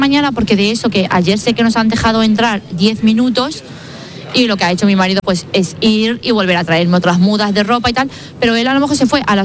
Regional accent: Aldea del Fresno, Community of Madrid, Spain; Somos de Aldea del Fresno.

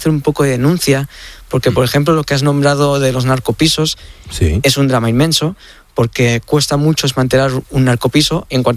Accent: Tarragona, Catalonia, Spain; moved away as an adult; now in Madrid, Spain; Yo soy de Tarragona, vivo en Madrid desde el 2014

